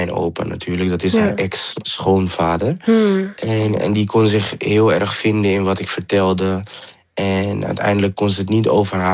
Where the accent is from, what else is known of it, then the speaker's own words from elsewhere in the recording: Amsterdam, North Holland, Netherlands; Maar omdat ik oorspronkelijk van Amsterdam ben, werd ik overgeplaatst naar een crisisopvang in Amsterdam.